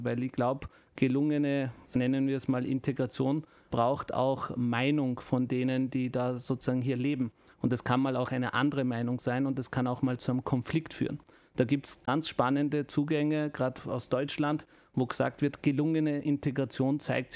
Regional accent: Salzburg, Austria; born there; Ich bin in der dritten, meine Kinder in der vierten Generation hier.

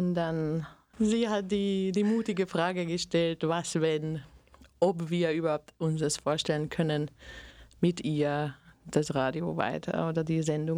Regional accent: Slovakia; now in Austria

